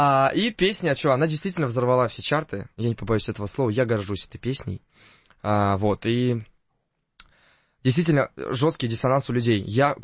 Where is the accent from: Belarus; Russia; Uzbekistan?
Uzbekistan; also born or lived in Turkmenistan; Я вообще родился в Туркменистане, а вырос в Узбекистане. Но родина для меня Узбекистан, потому что я именно все мое осознанное детство прошло там.